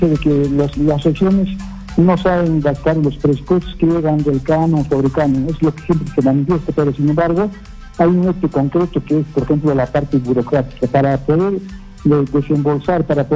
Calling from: Cusco, Peru; de Cusco.

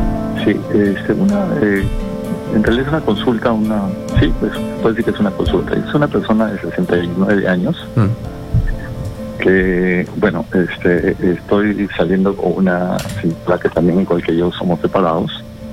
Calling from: Lima, Peru

